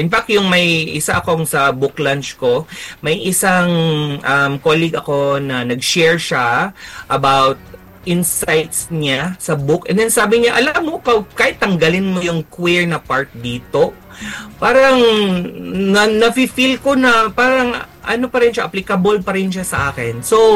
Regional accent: Iligan, Northern Mindanao, Philippines; experience ko growing up dito sa Iligan

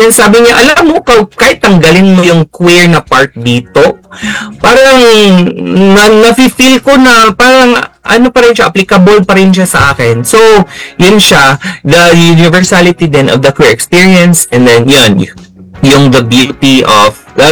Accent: Iligan, Northern Mindanao, Philippines; Like for example, experience ko growing up dito sa Iligan, kasi meron din pa childhood na mga poetry

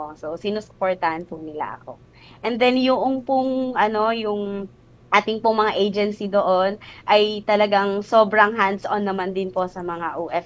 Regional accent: Bongabon, Central Luzon, Philippines; Dito po ako sa bayan ng Bungabon, dito sa Nueva Ecija.

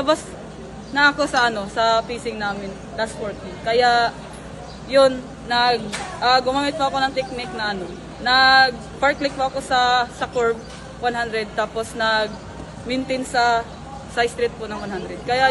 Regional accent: Esperanza, Caraga, Philippines; now in Cebu, Philippines; Agusan del Sur po. Tapos sa Cebu po ako nag-base ng training.

